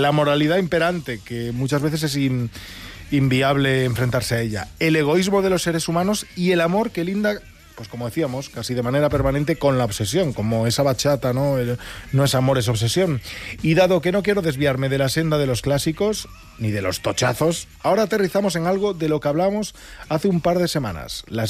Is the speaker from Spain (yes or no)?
yes; Noia, Galicia, Spain; os voy a contar una historia en mi pueblo, ahora que Noia, en Galicia.